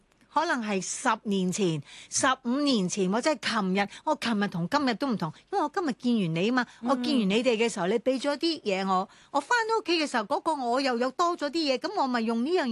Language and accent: Cantonese; Hong Kong; 我哋身为香港人